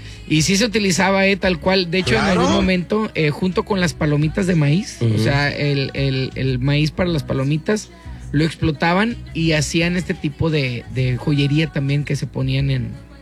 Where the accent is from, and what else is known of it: Tampico, Tamaulipas, Mexico; born there